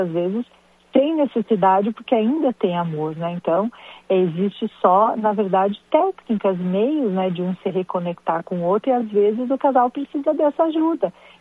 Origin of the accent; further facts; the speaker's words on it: Rio Grande do Sul, Brazil; now in Curitiba, Brazil; sou gaúcha, mas sou psicóloga aqui no Paraná. Me formei aqui.